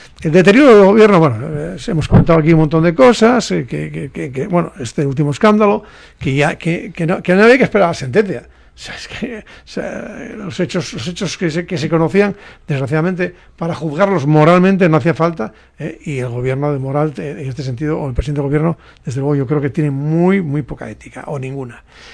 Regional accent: Spain; yo, como muchos españoles de bien

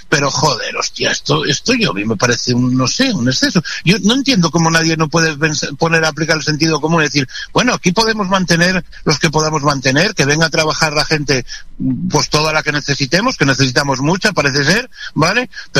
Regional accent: Spain; A mí como español

